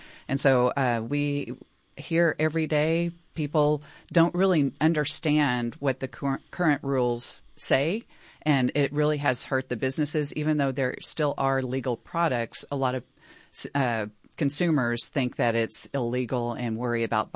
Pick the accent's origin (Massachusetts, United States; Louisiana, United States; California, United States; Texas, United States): Texas, United States; Dallas; now in Austin, United States; Sure. I'm a state representative from the Austin area. I grew up in Dallas. I'm a small business owner.